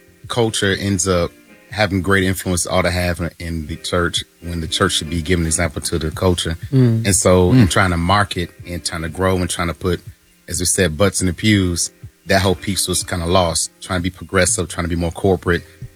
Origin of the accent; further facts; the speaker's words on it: Flint, Michigan, United States; now in Florida, United States; I'm from Flint.